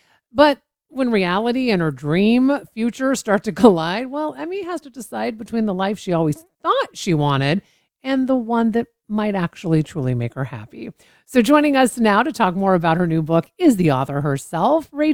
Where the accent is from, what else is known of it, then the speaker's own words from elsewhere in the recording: Washington, United States; I was raised in Washington.